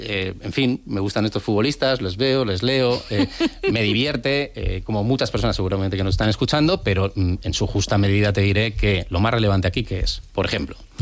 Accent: San Sebastián, Basque Country, Spain; now in Madrid, Spain; Nuestra generación, por ejemplo, yo cuando llegué de Donosti a Madrid, hoy Madrid F, que eso da para un programa entero.

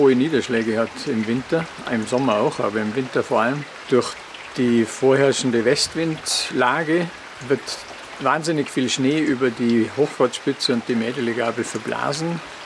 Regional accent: Bavaria, Germany; Ja, ich komme aus dem Allgäu

